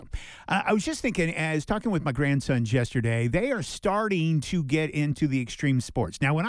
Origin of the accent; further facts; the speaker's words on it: California, United States; I grew up in Southern California